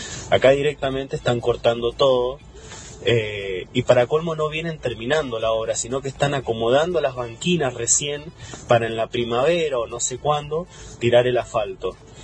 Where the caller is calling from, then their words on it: Mendoza, Argentina; Yo soy un vecino acá de la zona de Las Paredes, tengo comercio acá donde están realizando la obra en ruta 143